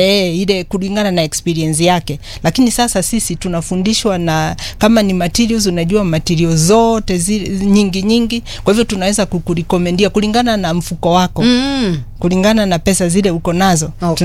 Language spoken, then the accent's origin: Swahili; Nyeri County, Kenya; moved away as an adult; also born or lived in Canada; now in Nairobi, Kenya; Mimi kuzaliwa nilizaliwa Nyeri County.